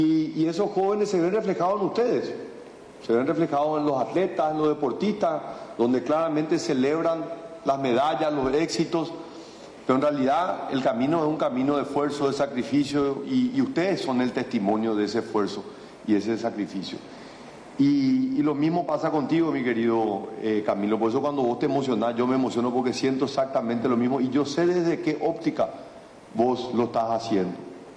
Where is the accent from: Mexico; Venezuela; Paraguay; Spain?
Paraguay; Y realmente yo estoy orgulloso como paraguayo, estoy orgulloso como amigo tuyo, que me considero.